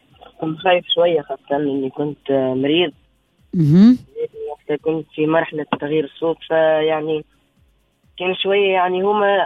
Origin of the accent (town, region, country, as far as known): Tunisia